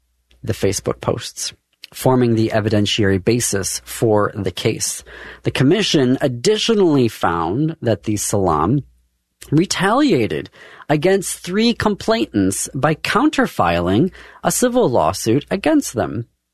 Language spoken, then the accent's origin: English; Michigan, United States; moved away as an adult; also born or lived in Minnesota; when I was growing up in Michigan, we didn't even have Lawrence v. Texas. And I didn't leave Michigan I went back and forth, but I didn't permanently leave Michigan until 2011 and came to Minnesota